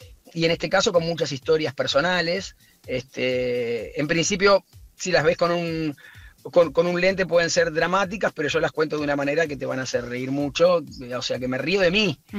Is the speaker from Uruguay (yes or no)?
yes; Uruguay; now in Argentina; una infancia hippie que tuve en Uruguay, porque yo nací en Uruguay, claro, mi llegada a la Argentina